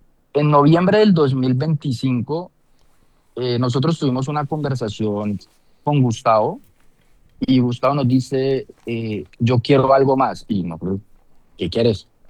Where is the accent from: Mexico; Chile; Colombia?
Colombia; Porque nosotros como colombianos, nosotros, o sea, el tema...